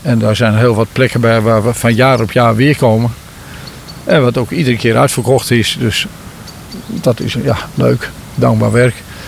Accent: Drenthe, Netherlands; Maar, nee, ik ben Drent, ik pas me wel af.

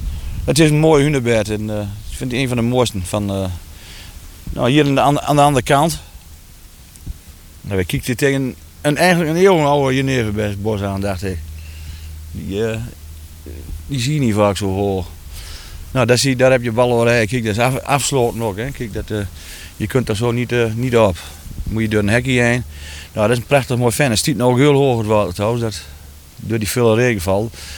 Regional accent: Drenthe, Netherlands; Ik ben ook nooit uit Drenthe weggegaan.

